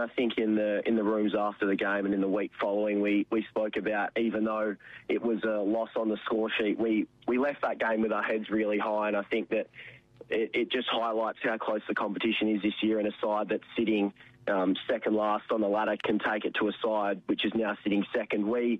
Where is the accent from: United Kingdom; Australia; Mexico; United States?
Australia; Karratha, Western Australia; also born or lived in Perth; So I'm from Karratha. The old boy had a job up there for a few years. So I grew up up there in the heat playing for the Karratha Cats, which are blue and white as well. And then came down to boarding school at Christchurch Grammar